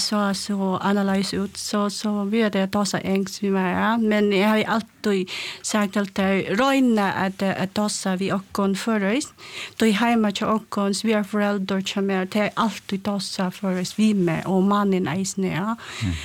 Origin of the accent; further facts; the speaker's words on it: Philippines; Swedish is a second language; now in Sweden; jag är från Filippinerna. Mm-hmm. Ja, och jag bor här i förrän 4 år nu.